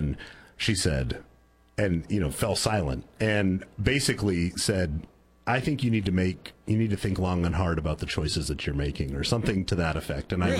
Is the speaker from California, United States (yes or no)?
yes; Fresno, California, United States; moved away as an adult; now in Central Coast, California, United States; I grew up in Fresno.